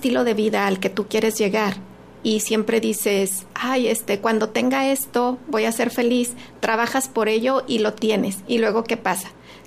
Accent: Mexico; Fíjate que estaba leyendo que los mexicanos ahorramos mucho

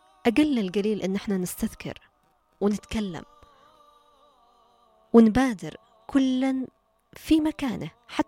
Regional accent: Yemen; احنا اليمنيين

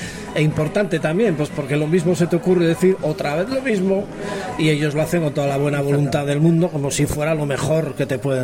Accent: San Sebastián, Basque Country, Spain; como buenos donostiarras que somos

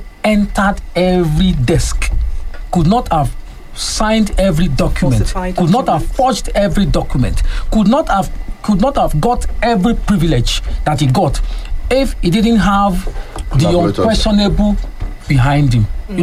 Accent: Nigeria; As a Nigerian

